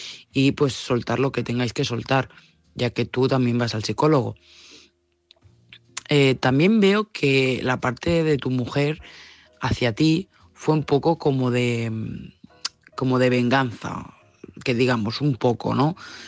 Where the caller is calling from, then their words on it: Barcelona, Catalonia, Spain; corresponsal de Barcelona